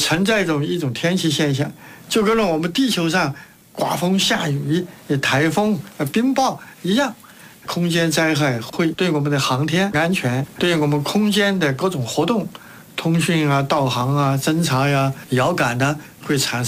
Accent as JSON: {"language": "Chinese", "town": "Mianyang", "region": "Sichuan", "country": "China", "tie": "born or raised there", "said": "我出生在四川省绵阳丰谷镇的一个湖江边上，"}